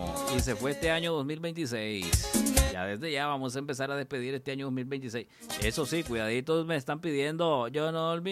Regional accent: Managua, Nicaragua; born there; En primer lugar, porque yo soy de Managua, yo nací en Managua.

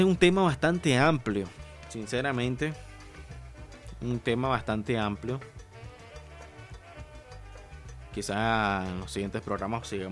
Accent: Nicaragua; como los nicaragüenses, somos orgullosos

